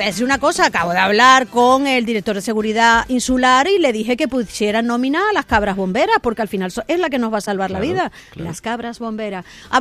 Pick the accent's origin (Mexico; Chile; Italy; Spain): Spain; Canary Islands; No soy votante de Coalición Canaria, pero soy canaria y las instituciones se merecen un respeto.